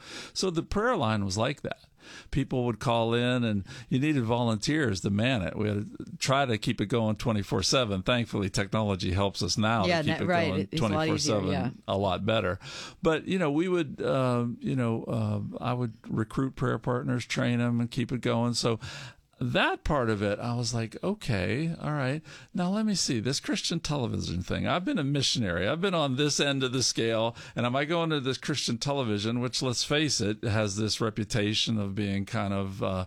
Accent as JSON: {"language": "English", "town": "West Mifflin", "region": "Pennsylvania", "country": "United States", "tie": "born or raised there", "said": "I grew up in West Mifflin"}